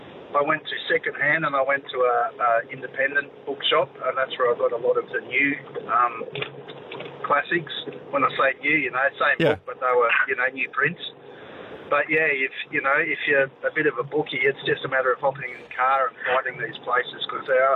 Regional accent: Sale, Victoria, Australia; I'm from Sale, but we've got a second-hand bookshop there and a national chain bookshop that's just been resold.

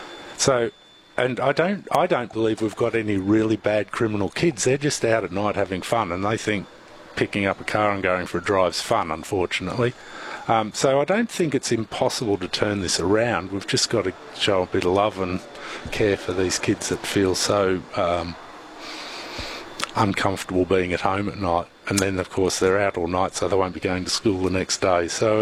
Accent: Victoria, Australia; now in Kununurra, Australia; Well, I came from Victoria, so I had a few old ones, yeah.

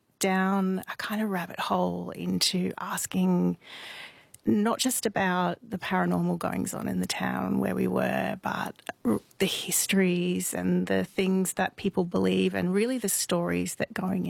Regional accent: Edinburgh, Scotland, United Kingdom; So I grew up in Edinburgh, which I consider the centre of the ghost world. So my childhood was full of, dark alley.

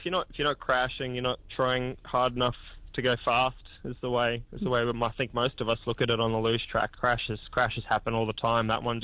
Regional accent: Townsville, Queensland, Australia; born and bred in Townsville, it's quite the shock

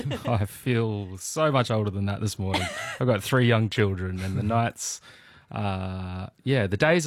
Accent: Central Coast, New South Wales, Australia; I grew up on the Central Coast. So I was down at Terrigal High

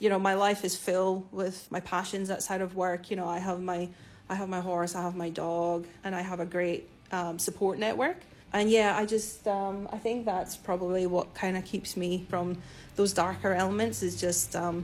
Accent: Scotland, United Kingdom; moved away as an adult; now in Queensland, Australia; So I'm Scottish. I moved to Queensland in 2010.

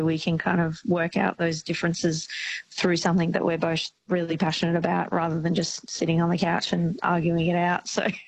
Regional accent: Queensland, Australia; But I'm from Southeast Queensland, so I think it was pretty special to be able to go over to WA and experience that side of the country whilst performing.

